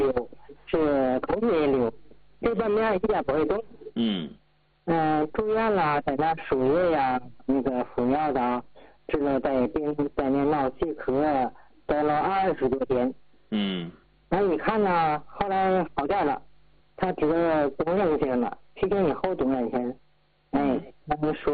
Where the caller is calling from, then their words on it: Tianjin, China; 我家是天津永和。